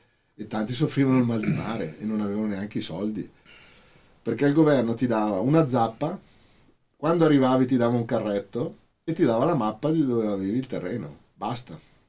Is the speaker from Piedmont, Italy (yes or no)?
no; Bergamo, Lombardy, Italy; Quando ero piccolo, anche qui a Bergamo